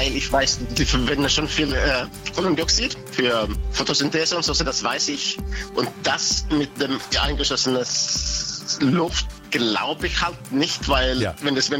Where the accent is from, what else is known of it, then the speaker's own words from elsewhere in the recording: Finland; also born or lived in Sweden; now in Munich, Germany; Ja, also ich bin aus Schweden, bin in Finnland aufgewachsen.